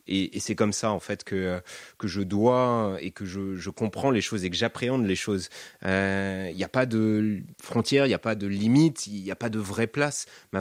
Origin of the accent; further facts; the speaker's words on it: Vouthon, Nouvelle-Aquitaine, France; also born or lived in Brazil; Moi, j'ai grandi en Charente, à Vouton, à côté de la Rochefoucauld. J'ai fait toute ma scolarité ici.